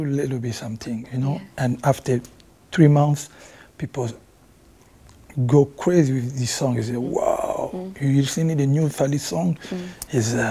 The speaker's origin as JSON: {"language": "English", "region": "Kinshasa", "country": "DR Congo", "tie": "born or raised there", "also_born_or_lived": "Paris", "second_language": "English", "moved": "as an adult", "said": "because I grew up in Kinshasa, mm-hmm. and I go to the Paris when I was, used to be a little bit, you know, like 20, mm-hmm. 19, 20. Mm-hmm. So I have both culture, you know, Congolese culture and Rumba music."}